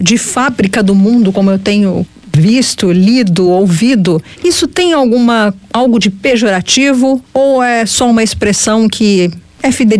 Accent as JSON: {"language": "Portuguese", "country": "Brazil", "said": "Porque nós somos brasileiros, a gente tem que olhar para os nossos interesses também."}